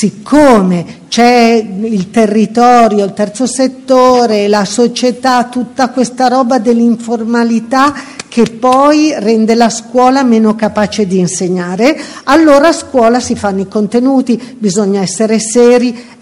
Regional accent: Milan, Lombardy, Italy; io come milanese

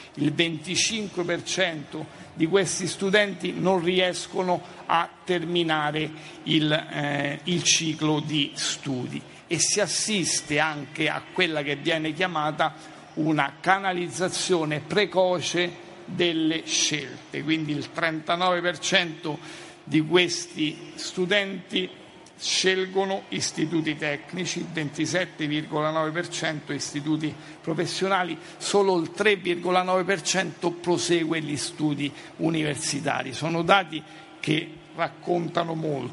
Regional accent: Rome, Lazio, Italy; io provengo da Roma

